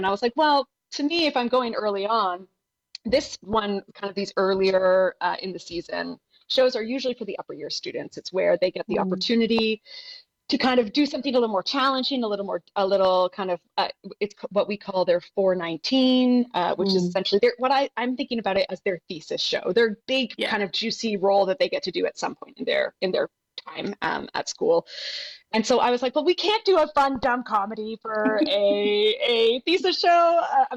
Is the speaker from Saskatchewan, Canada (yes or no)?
no; Ontario, Canada; moved away; also born or lived in Quebec; I grew up in Southern Ontario, but then lived most of my life in Quebec.